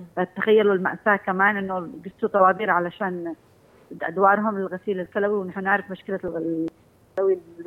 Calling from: Yemen

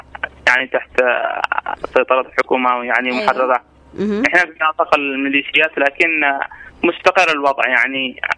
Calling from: Taiz, Taiz Governorate, Yemen

